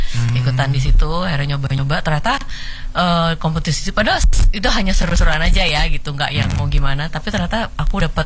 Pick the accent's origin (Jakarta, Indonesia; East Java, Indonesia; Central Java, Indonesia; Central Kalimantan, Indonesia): East Java, Indonesia; Surabaya; Jadi dulu kan aku asalnya dari Surabaya, ya. Jadi aku lahir, besar, sekolah di sana ya, di Surabaya.